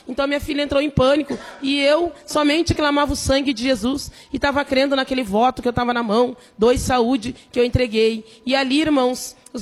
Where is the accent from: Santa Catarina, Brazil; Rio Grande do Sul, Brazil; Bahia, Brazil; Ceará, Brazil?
Rio Grande do Sul, Brazil; Porto Alegre